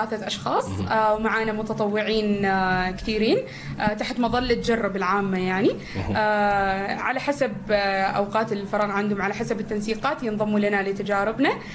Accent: Muttrah, Muscat Governorate, Oman; born there; مطرح يمكن لانه انا اصلا من مواليد مطرح.

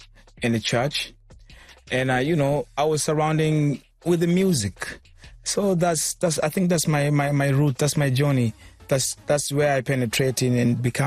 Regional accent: Arusha, Tanzania; moved away as an adult; also born or lived in Dar es Salaam; I was born and raised in Arusha. Yeah. So we came from Arusha, and then later on, we had to go to Dar

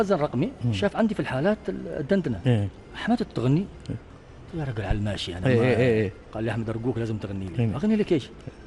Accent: Oman; انا عماني وعمان بحبها عماني.

